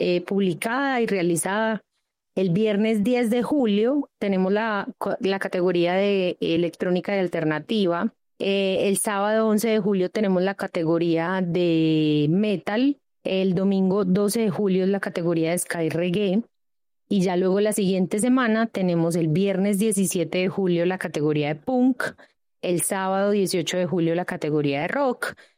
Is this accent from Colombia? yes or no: yes; Colombia; la identidad que tenemos como colombianos